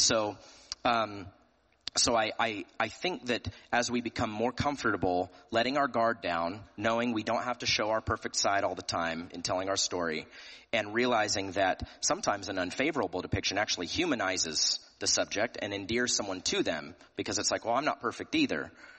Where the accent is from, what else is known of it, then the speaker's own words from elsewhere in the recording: Tennessee, United States; I'm from Tennessee.